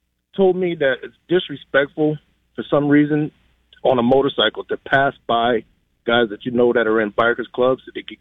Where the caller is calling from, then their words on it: Charleston, United States; from Charleston.